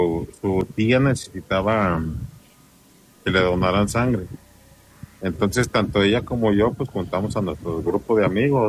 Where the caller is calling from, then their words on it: Mexico; Yo soy de México. Yo vivo en Michoacán